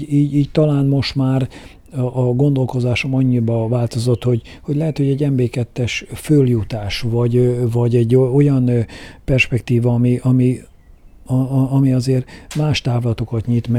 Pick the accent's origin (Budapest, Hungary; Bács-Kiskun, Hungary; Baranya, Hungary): Bács-Kiskun, Hungary; Kecskemét; a kecskeméti lakosokra, nem csak azért, mert itt születtem ugye a városközpontba, itt nőttem föl egyik városrészbe, ugye a Széchenyi városba